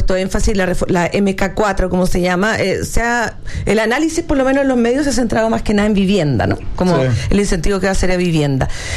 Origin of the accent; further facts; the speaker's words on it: Chile; que entiendan todas estas medidas que al final, si no se aprueban, los únicos perjudicados estamos siendo los chilenos.